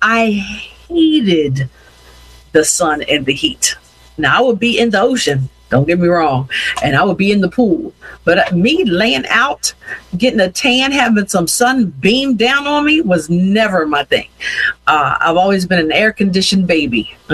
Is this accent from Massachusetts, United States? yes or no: no; Yeadon, Pennsylvania, United States; Being born and raised in Yaden, I more did things out here where I live instead of going into the city.